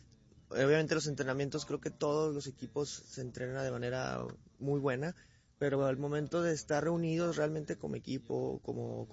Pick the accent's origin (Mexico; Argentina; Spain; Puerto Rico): Mexico; obviamente como mexicano y como pues embajador de la liga, lo que queremos es poner lo más alto a México.